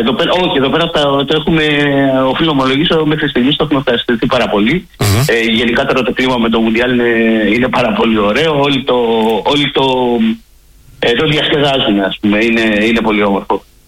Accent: Athens, Attica, Greece; εμένα η καταγωγή μου είναι από την Αθήνα, δεν έχει νόημα να φύγω από εδώ το καλοκαίρι να έρθω στην Αθήνα.

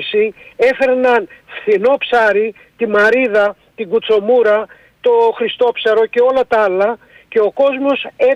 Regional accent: Greece; Εγώ είμαι ντόπιος. Εδώ είναι τα κόκαλα των προγόνων μας, εδώ ζούμε εμείς, τα παιδιά μας, εδώ θα αφήσουμε τα δικά μας κόκαλα.

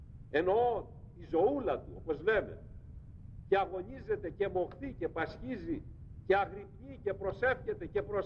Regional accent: Peloponnese, Greece; moved away; Εκεί κάτω στην Πελοπόννησο, την κάτω Πελοπόννησο, έχουμε και ένα ιδιαίτερο λεξιλόγιο. Ανακατεμένο με λατινικά, με ιταλικά, με ιστορίες.

